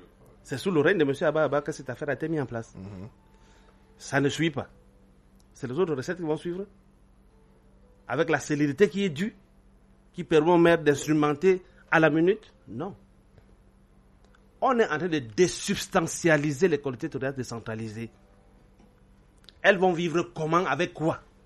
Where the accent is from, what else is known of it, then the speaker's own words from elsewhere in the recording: Cameroon; On est chez nous au Cameroun.